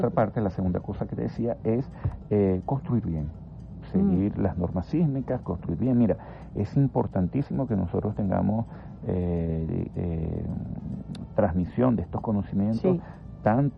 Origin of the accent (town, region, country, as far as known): Venezuela